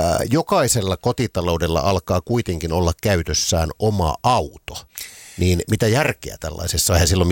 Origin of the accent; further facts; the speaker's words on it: Turku, Southwest Finland, Finland; moved away; pienimuotoisestihan tätä tapahtui myös Suomessa entisessä kotikaupungissani Turussa silloin 70-luvun alussa.